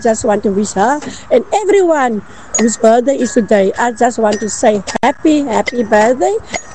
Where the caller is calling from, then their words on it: Mossel Bay, Western Cape, South Africa; I'm tuned in and … from Mossel Bay.